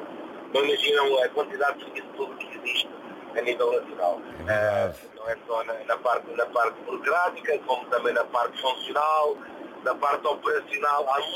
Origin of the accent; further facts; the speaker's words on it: Lisbon, Portugal; born there; moved away as an adult; also born or lived in Santa Marta de Penaguião, Portugal / Peso da Régua, Portugal; now in Amarante, Portugal; Eu nasci há quase 50 anos em Santa Marta Penangel, neste caso em Pedra Régua, no antigo hospital de Pedra Régua, e vim para a linha de Sintra